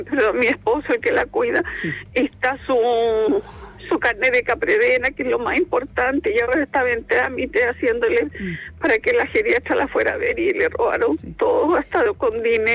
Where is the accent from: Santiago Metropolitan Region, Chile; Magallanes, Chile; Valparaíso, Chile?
Valparaíso, Chile; Viña del Mar; Somos de Viña y ella pertenece al Hospital Naval.